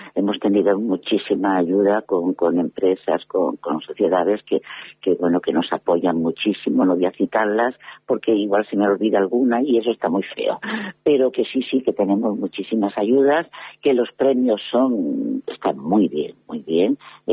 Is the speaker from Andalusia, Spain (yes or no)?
yes; Linares, Andalusia, Spain; moved away; Linares lo llevo en mi alma y en mi corazón, o sea que yo soy de Linares y soy linarense por encima de todo. Pero aparte de eso, bueno, pues me encanta la ciudad, tengo aquí familia todavía